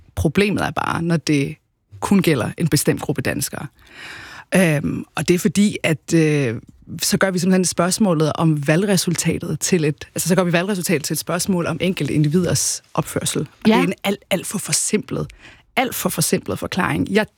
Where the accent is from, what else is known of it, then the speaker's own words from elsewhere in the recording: Jutland, Denmark; I dag, der siger jeg, at jeg er dansk irakker med rødder i Jylland. Altså, det er jo der, jeg er født og opvokset